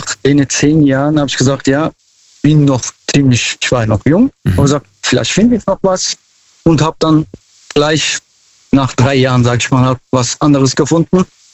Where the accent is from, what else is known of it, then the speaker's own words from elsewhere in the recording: Mannheim, Baden-Württemberg, Germany; Aus Mannheim.